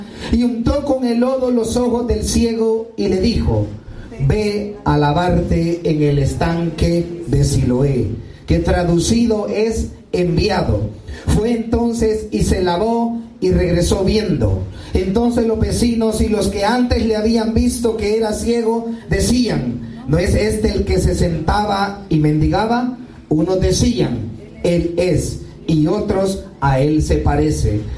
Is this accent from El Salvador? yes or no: yes; El Salvador; Soy originario del Salvador, hermano.